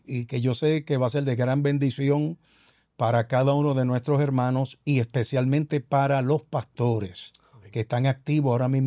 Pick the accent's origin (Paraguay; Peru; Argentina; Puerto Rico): Puerto Rico; Carolina; also born or lived in Bayamón; Sí, soy natural de Santa Juanita, Bayamón. Y por la gracia del Señor, nací en un hogar cristiano, donde mis padres me enseñaron el temor a Dios desde pequeño, y fui criado hasta los 14 años aproximadamente en el barrio Santa Cruz, en Carolina.